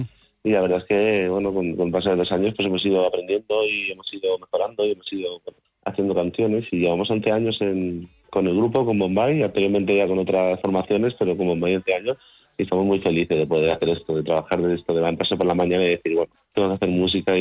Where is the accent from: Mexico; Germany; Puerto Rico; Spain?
Spain; Valencia, Valencian Community; nosotros somos de Valencia